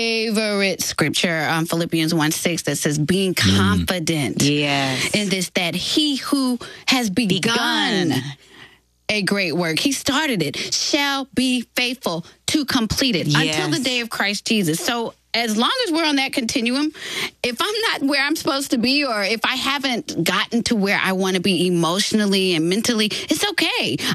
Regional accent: Texas, United States; moved away; I fly 800 miles to Texas. That's my my hometown.

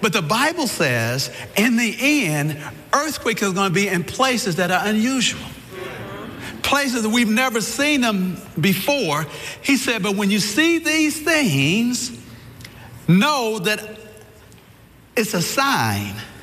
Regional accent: Kansas, United States; also born or lived in Missouri; But I grew up in Kansas and Missouri, and that was Tornado

